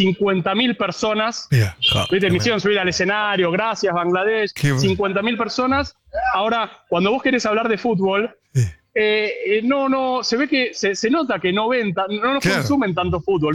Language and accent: Spanish; Argentina; decís, no, no, no, yo soy del país, nací, soy de Argentina, claro, ahí no lo, cambian la cara, no, no lo pueden creer.